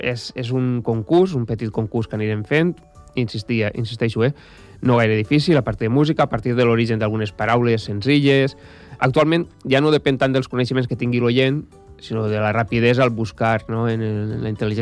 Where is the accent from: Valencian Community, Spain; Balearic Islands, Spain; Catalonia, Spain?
Valencian Community, Spain; jo soc valencià, la gent ja ho sap